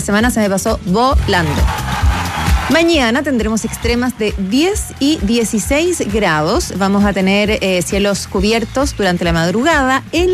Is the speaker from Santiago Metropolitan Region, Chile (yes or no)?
yes; Calera de Tango, Santiago Metropolitan Region, Chile; En mi querida comuna, nacida y criada en Calera de Tango.